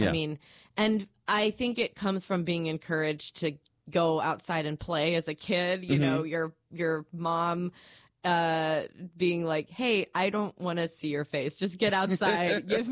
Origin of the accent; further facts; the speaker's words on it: Midwest, United States; now in Florida, United States; Where I grew up in the Midwest, you have four very distinct seasons